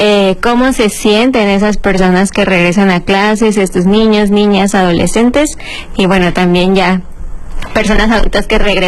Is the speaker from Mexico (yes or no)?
yes; Mexico City, Mexico; moved away; Yo soy de Ciudad de México